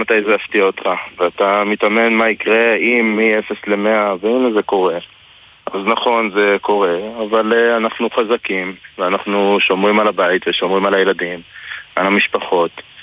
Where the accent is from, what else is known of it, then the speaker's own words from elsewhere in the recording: Kiryat Shmona, Northern District, Israel; born there; now in Misgav Am, Israel; אני יליד קריית שמונה.